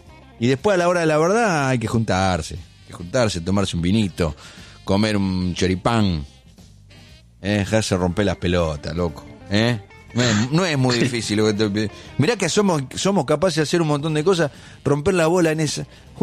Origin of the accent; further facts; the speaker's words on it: Argentina; Y nos hacen acordar quiénes somos, porque el argentino es así, es resiliente.